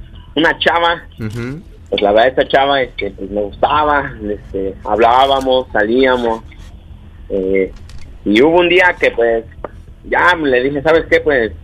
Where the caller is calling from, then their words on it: Mexico City, Mexico; Tengo 20 años y aquí estoy de la Ciudad de México.